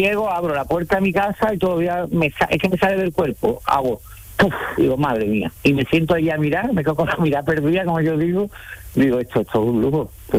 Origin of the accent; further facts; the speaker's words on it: Montequinto, Andalusia, Spain; now in El Ronquillo, Spain; Yo soy de toda la vida de Dios, de Montequinto.